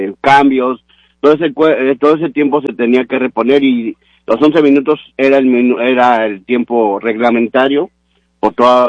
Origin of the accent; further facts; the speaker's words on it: Mexico; México hizo un mundial histórico, en el cual nos tenemos que sentir orgullosos, y como mexicanos sí duele mucho